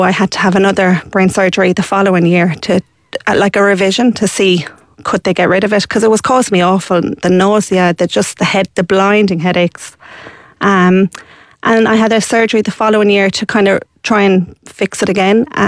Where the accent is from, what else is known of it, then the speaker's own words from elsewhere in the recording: Shannon, Munster, Ireland; So my godchild did a GoFundMe in my hometown of Shannon in County Clare